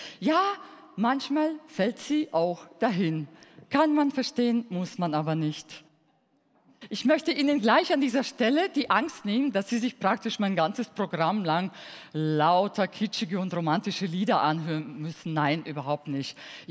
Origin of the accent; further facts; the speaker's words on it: Kazakhstan; now in Germany; Und zwar, ich komme ursprünglich aus Kasachstan. Wir haben damals in unserer Familie wirklich sehr, sehr viel Deutsch gesprochen.